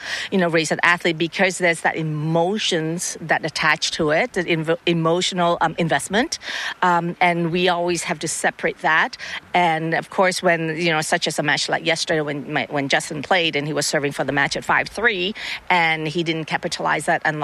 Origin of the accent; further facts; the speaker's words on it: Hong Kong; moved away; also born or lived in Canada / United States; I grew up in Hong Kong, played under the Hong Kong Tennis Federation, and then I came to Canada. And then when we lived in the U.S., it was the USTA.